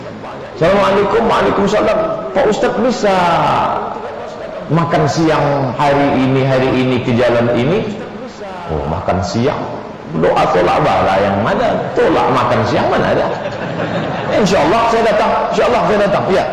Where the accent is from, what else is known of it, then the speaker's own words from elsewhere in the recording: Pekanbaru, Riau, Indonesia; saya orang Pekanbaru